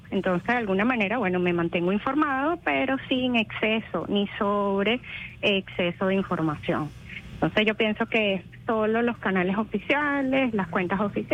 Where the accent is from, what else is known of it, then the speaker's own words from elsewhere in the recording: Venezuela; somos humanos y hermanos, somos venezolanos